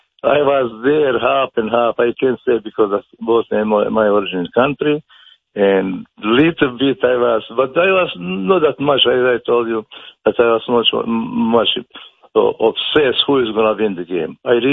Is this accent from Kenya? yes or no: no; Mostar, Federation of Bosnia and Herzegovina, Bosnia & Herzegovina; now in Canada; I'm from Mostar.